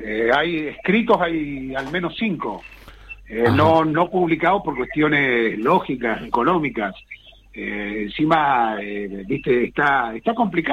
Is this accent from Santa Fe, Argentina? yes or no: no; Neuquén, Argentina